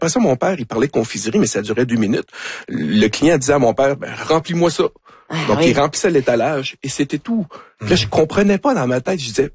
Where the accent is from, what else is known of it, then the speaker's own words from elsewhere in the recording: Quebec, Canada; On est des Canadiens. Ah, blablabla, bla, bla, québécois, etc.